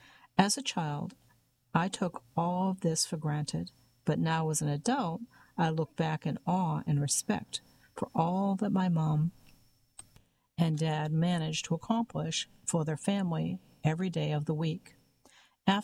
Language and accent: English; Mount Vernon, New York, United States; were referred to in our neighborhood in Mount Vernon, New York, as the Irish twins